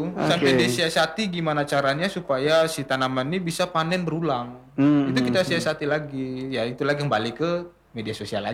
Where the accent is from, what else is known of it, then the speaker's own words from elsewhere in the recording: Java, Indonesia; jadi kita dari Jawa lah datang ke sini, yang notabene-nya di sini tuh belum ada MBG dulu.